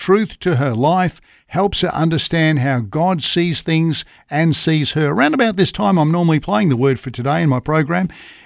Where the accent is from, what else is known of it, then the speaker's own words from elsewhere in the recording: Melbourne, Victoria, Australia; I grew up in Melbourne. It's a suburb in Melbourne southeast.